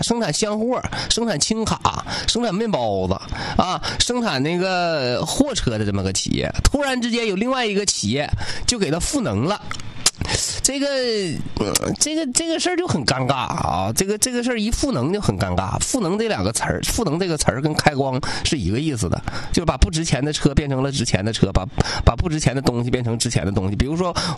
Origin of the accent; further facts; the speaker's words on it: Changchun, Jilin, China; 我们长春人